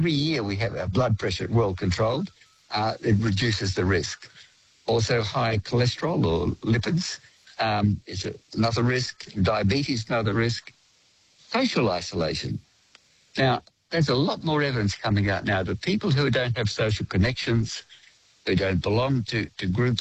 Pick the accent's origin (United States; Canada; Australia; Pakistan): Australia; Well, that's my hobby horse, being the Australian of the Year.